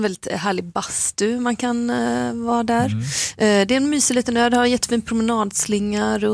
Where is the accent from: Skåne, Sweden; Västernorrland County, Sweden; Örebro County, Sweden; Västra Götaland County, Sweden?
Västra Götaland County, Sweden; Hälsö; Det är ju där jag är uppvuxen, det är där min pappas släkt kommer ifrån.